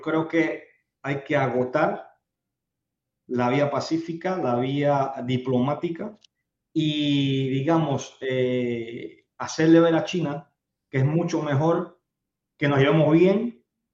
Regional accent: Chitré, Herrera, Panama; Yo soy de Chitré, yo lo vivo, digamos, en mis carnes, porque yo tengo familia todavía en Chitré.

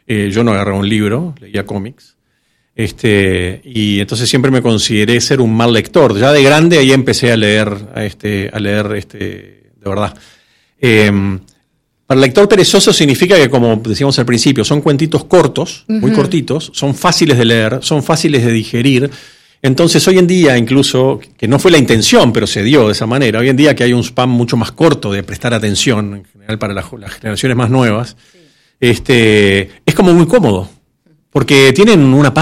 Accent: Uruguay; había como tres uruguayos, que éramos todos los uruguayos que había en Panamá, creo.

